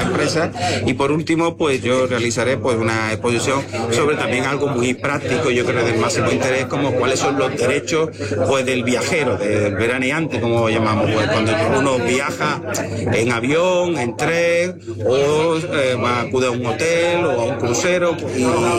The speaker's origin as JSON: {"language": "Spanish", "town": "Palma del Río", "region": "Andalusia", "country": "Spain", "said": "mi pueblo, a Palma del Río"}